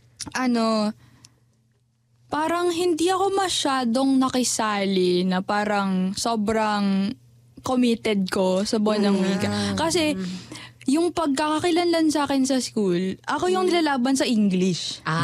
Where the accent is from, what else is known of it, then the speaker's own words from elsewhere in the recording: Mindanao, Philippines; taga Mindanao kami. So, maraming mga indigenous tribes na nandun.